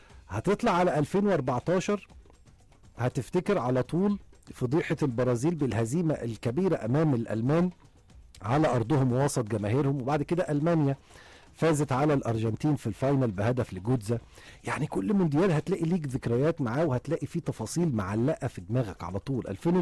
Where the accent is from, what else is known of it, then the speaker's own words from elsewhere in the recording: Egypt; احنا كمصريين وعشاق لكرة القدم